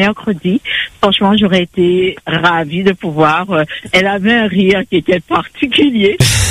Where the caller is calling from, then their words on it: Guadeloupe; je viens de la Guadeloupe.